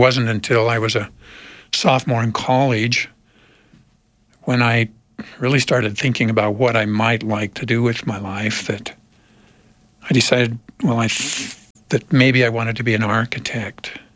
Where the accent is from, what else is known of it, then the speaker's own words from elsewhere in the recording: Western United States, United States; I was born in Mesquite, Nevada. Oh, wow. And kind of grew up living in small towns throughout the West.